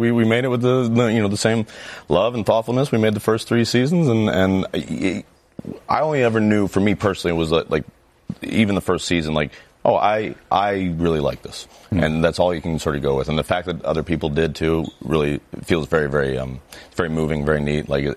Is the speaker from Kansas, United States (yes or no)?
yes; Kansas City, Kansas, United States; We shot it back home, my hometown, Kansas City.